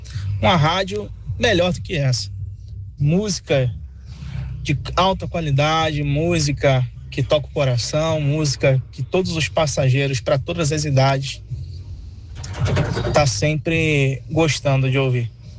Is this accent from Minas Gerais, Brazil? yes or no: no; Rio de Janeiro, Brazil; now in Cuiabá, Brazil; eu vim do Rio de Janeiro para morar aqui em Cuiabá